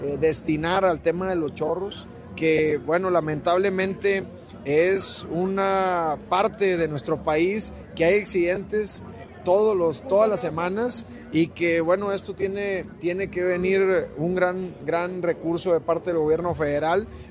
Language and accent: Spanish; Villa Unión, Coahuila, Mexico; En el 2019 sufrimos un ataque en mi pueblo, en Villa Unión.